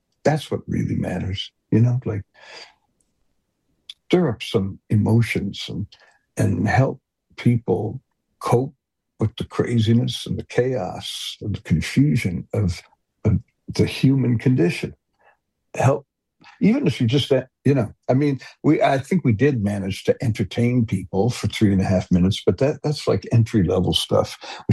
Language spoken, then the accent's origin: English; Detroit, Michigan, United States; there was a jazz DJ in Detroit when I was in high school